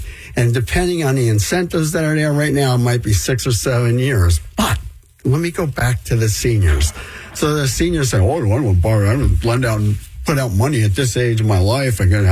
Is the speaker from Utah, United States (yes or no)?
no; Rahway, New Jersey, United States; I'm from Rahway, New Jersey. The town went to crap.